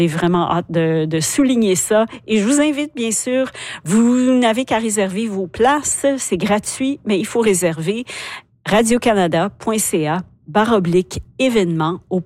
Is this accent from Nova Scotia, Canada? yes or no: yes; Nova Scotia, Canada; Mais à quand ce spectacle ici chez nous en Nouvelle-Écosse, en fait, c'est une grande question.